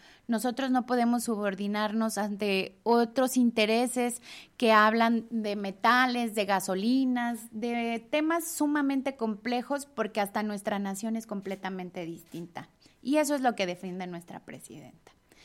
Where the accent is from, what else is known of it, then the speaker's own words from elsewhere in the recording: Mexico; defendernos como mexicanas, como mexicanos